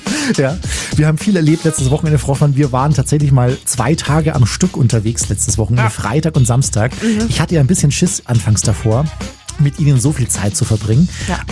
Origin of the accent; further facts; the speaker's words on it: Bavaria, Germany; Wir waren natürlich in meiner Heimat im Chiemgau. Ja, da wurde groß gefeiert auf einem riesengroßen Feld, hat das Festival stattgefunden. Und ich habe mich heimisch gefühlt